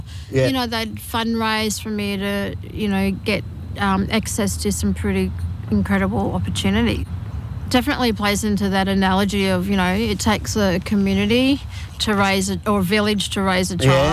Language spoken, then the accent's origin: English; Mackay, Queensland, Australia; From those early days, growing up in Mackay, and then we moved around Queensland to outback regions and smaller towns.